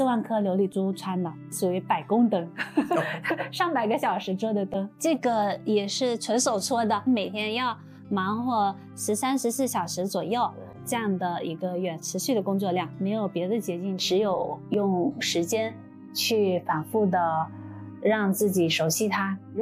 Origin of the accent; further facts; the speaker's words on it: Wenzhou, Zhejiang, China; 我的老家温州廖发木是一个国家级非遗